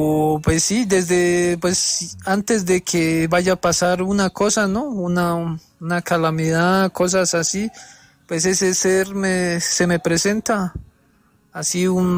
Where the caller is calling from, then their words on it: Cauca, Colombia; Desde aquí, desde las montañas del Cauca.